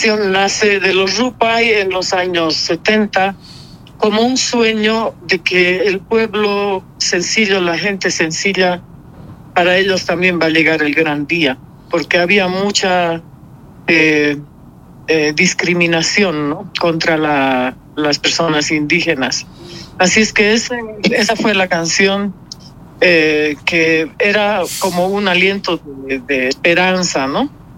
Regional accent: Germany; now in Bolivia; Decían la alemana que canta música boliviana. Pero con el tiempo me he ganado el sitial de ser boliviana alemana, porque también me he nacionalizado como boliviana.

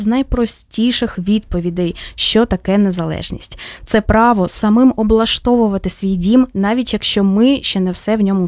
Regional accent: Donetsk, Donetsk Oblast, Ukraine; що я родом із Донецька

